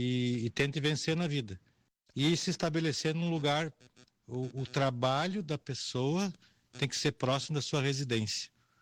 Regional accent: Porto Alegre, Rio Grande do Sul, Brazil; moved away as an adult; now in Soledade, Brazil; Eu sou natural de Porto Alegre, eu morei em Porto Alegre até os 19 anos.

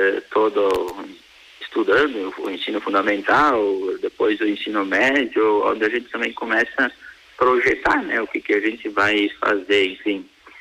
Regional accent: Marau, Rio Grande do Sul, Brazil; O que me chamava atenção lá na minha comunidade, lá onde eu nasci, né, aqui em Marau, Santo Agostinho

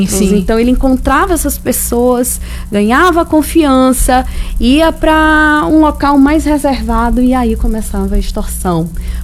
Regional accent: Salvador, Bahia, Brazil; also born or lived in Baixa Grande, Bahia / Pintadas, Bahia; Sou de Salvador.

